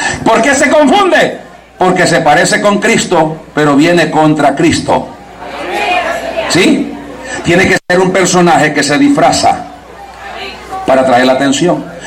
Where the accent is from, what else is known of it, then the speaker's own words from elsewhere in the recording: El Salvador; allá sale que … que soy del Salvador.